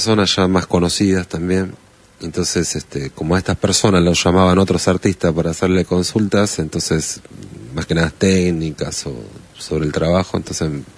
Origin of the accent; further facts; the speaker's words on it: Lincoln, Buenos Aires Province, Argentina; Vengo de Lincoln. Lincoln.